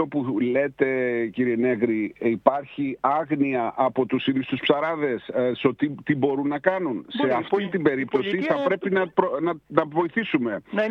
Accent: Greece

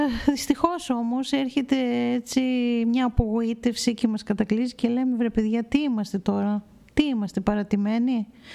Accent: Pandrosos, Central Macedonia, Greece; εμείς που είμαστε από την Πάνδροσο, μιλάμε για τον Καρνουβούνι, ο οποίος έχει υποστεί πάρα πολλές ζημιές.

